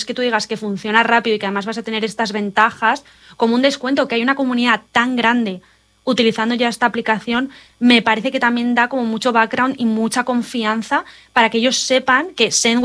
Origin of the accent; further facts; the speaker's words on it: Spain; porque yo soy española